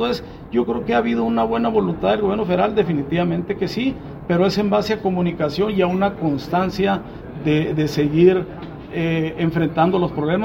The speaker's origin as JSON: {"language": "Spanish", "town": "Hidalgo del Parral", "region": "Chihuahua", "country": "Mexico", "said": "los parralenses, independientemente de los colores nacionales y estatales, somos mexicanos"}